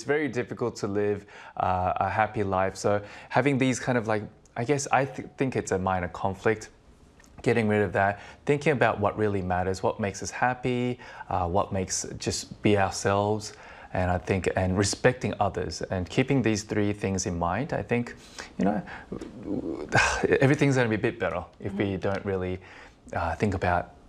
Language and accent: English; Sydney, New South Wales, Australia; I grew up in Sydney